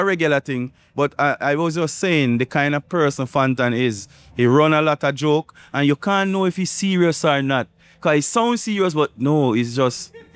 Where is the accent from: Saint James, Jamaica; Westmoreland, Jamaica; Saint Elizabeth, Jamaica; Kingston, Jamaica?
Westmoreland, Jamaica; I'm from Westmoreland, you know.